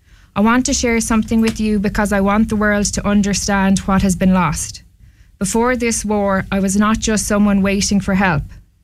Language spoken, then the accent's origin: English; Ireland; born there; The only difference between us is that she was born in Palestine and I was born in Ireland.